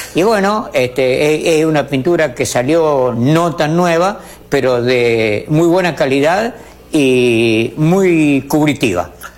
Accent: Serrano, Córdoba, Argentina; born there; moved away; la gente de Serrano, que es mi pueblo natal.

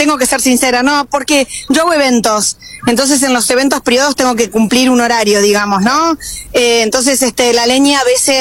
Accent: El Triunfo, Buenos Aires Province, Argentina; now in Buenos Aires, Argentina; Vengo de Buenos Aires. Yo en realidad soy de la provincia de Buenos Aires. Soy de un pueblito que se llama El Triunfo, cerca de Lincoln. Vivo en Capital.

